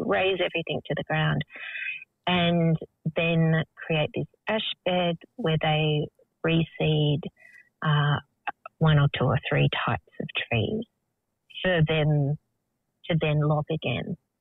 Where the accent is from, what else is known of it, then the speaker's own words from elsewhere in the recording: Tasmania, Australia; born there; I was born here in Lutwyta, Tasmania, to the Palawa community. My mother's people are Yorta Yorta. I'm a Yorta Yorta woman, and old grandfather is a Jajarong.